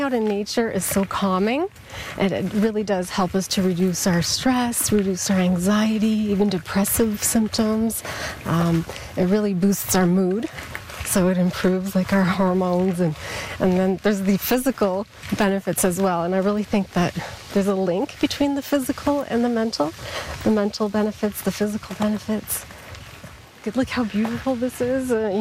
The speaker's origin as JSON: {"language": "English", "town": "Ayer's Cliff", "region": "Quebec", "country": "Canada", "said": "I come from Ayers Cliff. I live in Ayers Cliff."}